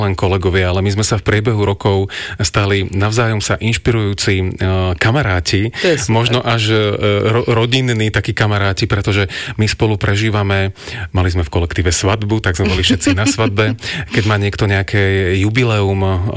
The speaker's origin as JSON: {"language": "Slovak", "town": "Bratislava", "region": "Bratislava Region", "country": "Slovakia", "said": "u nás v Bratislave"}